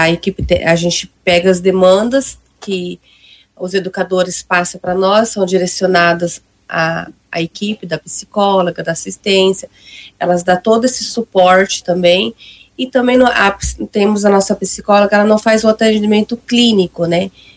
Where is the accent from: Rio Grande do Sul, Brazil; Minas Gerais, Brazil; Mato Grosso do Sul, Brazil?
Mato Grosso do Sul, Brazil; Ponta Porã; Eu sou daqui de Ponta Porã mesmo.